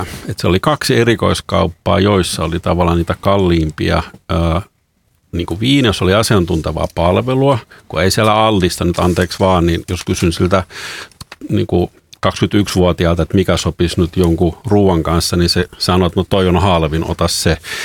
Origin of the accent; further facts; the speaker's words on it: Germany; now in Finland; mähän olen syntynyt ja asunut Saksassa pitkään. Että mä olen tavallaan se, että keski-eurooppalaisen kulttuurin kasvatti.